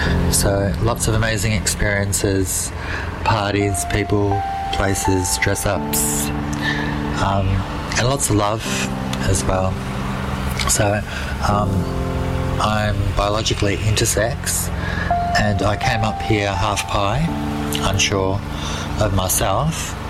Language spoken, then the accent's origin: English; Victoria, Australia; now in Alice Springs, Australia; I'm originally from Victoria.